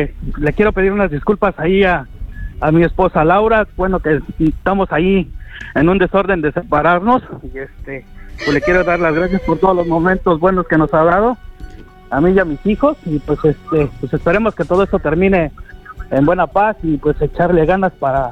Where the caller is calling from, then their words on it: Puebla, Mexico; soy de la Sierra Norte de Puebla.